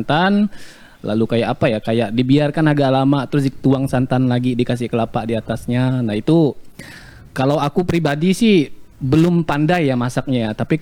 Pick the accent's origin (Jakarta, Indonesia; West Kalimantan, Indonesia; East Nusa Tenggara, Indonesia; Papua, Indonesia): West Kalimantan, Indonesia; Sanggau; kalau di ompuk kami, di kampung kami bah, terutama kayak Dayak Bekidoh, Dayak Kodan, itu kan terdiri dari kayak beberapa desa dusun kan, kalau di Sanggau ini.